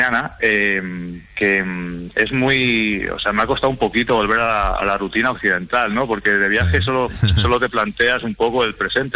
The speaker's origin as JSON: {"language": "Spanish", "town": "Zamora", "region": "Castile and León", "country": "Spain", "lives_now": "Barcelona, Spain"}